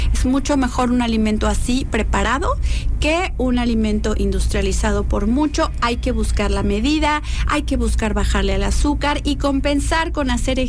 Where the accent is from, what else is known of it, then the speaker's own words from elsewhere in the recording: Guadalajara, Jalisco, Mexico; yo vengo de Guadalajara, de allá es la birria, de allá son las carnes y su jugo, de allá son los lonches